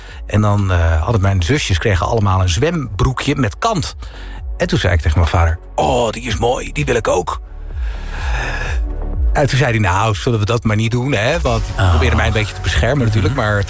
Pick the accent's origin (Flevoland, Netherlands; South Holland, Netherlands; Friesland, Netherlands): Flevoland, Netherlands; Emmeloord; Ik kom uit Emmeloord, ja.